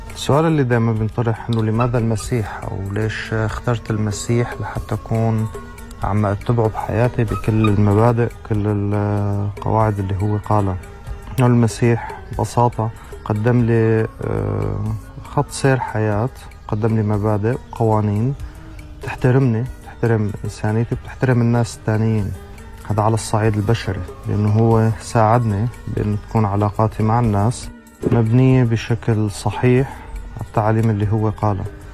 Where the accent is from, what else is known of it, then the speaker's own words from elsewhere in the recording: Syria; now in Europe; أنا سوري، أقيم حاليا في أوروبا